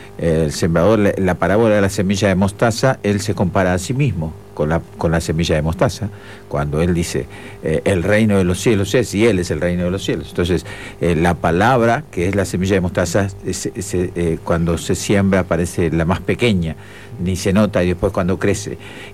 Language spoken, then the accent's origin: Spanish; Montevideo, Uruguay; moved away as an adult; now in Maldonado, Uruguay; No, yo soy de Montevideo, pero en el año 91 me radiqué aquí en Maldonado.